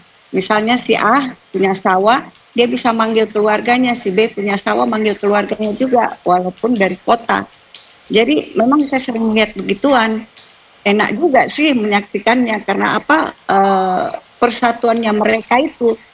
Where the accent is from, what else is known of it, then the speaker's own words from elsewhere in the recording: South Sulawesi, Indonesia; sementara kita orang Sulawesi Selatan seakan-akan sudah mau melupakan yang seperti itu.